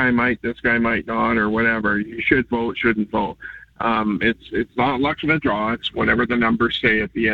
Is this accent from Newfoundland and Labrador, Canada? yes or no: no; Langford, British Columbia, Canada; moved away as an adult; now in North Park, Victoria, Canada; I don't live in Langford anymore, but I will tell you this. I grew up in Langford from before you were born, Adam. I've lived out here when it was Hopiville.